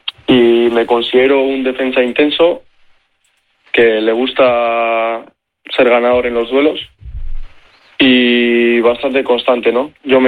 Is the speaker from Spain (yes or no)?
yes; Basque Country, Spain; Todos los que somos vascos sabemos la importancia que tiene el Arenas en lo que es el País Vasco.